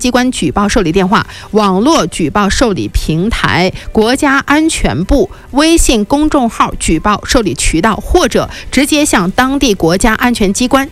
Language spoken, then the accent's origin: Chinese; China; 我们作为中国人